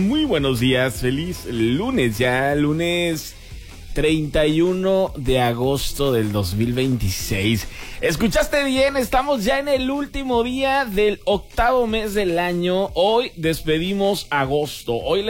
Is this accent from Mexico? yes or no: yes; Mexico; yo soy mexicano